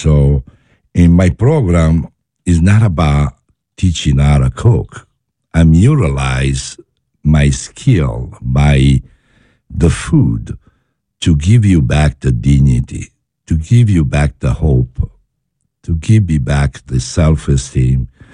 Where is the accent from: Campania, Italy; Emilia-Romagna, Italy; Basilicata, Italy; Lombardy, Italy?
Campania, Italy; Naples; English is a second language; now in United States; Yeah, born in Naples and raised in Napoli.